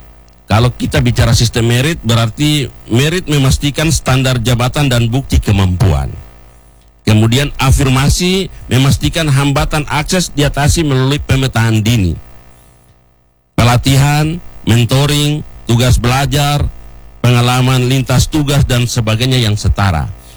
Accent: Papua, Indonesia; kita orang asli Papua.

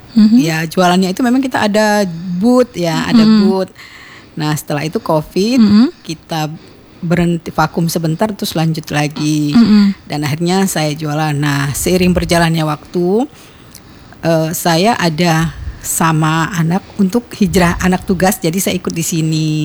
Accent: Palembang, South Sumatra, Indonesia; moved away as an adult; now in Pekanbaru, Indonesia; Kita wong Palembang asli.

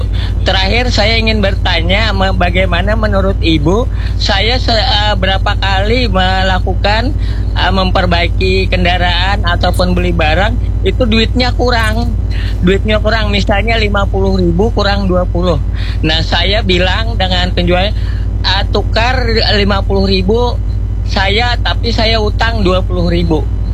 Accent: South Kalimantan, Indonesia; Secara kebiasaan saya sebagai orang Banjar memang dari kecil ibu ya

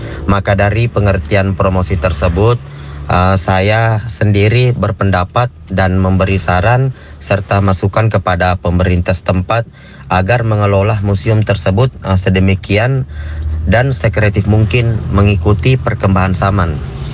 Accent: South Sulawesi, Indonesia; now in Manokwari, Indonesia; lahir dan besar di Kabupaten Sopeng. Saat ini saya berdomisili di Manokwari

